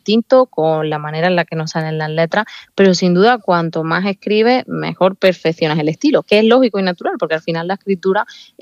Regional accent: Ayamonte, Andalusia, Spain; yo soy de Huelva, conozco muy bien Doñana, he estado mucho en Doñana, además soy de Ayamonte, que tiene un paisaje muy similar al de Doñana, con las dunas, las marismas

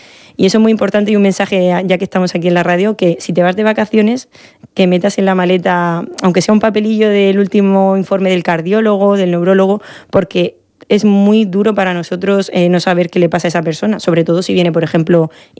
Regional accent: Valencian Community, Spain; Soy de la Comunidad Valenciana

